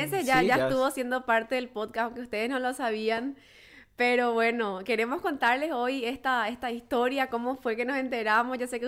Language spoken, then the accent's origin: Spanish; Paraguay; now in Oklahoma, United States; pero yo soy paraguaya